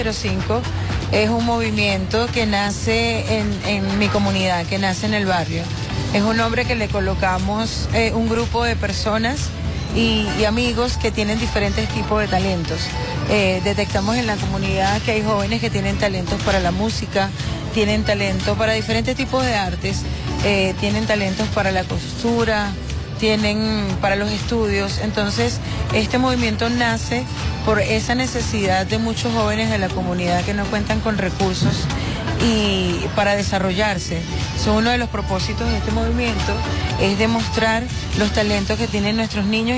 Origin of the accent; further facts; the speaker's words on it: Caracas, Capital District, Venezuela; que nací y me crié en la Cota 905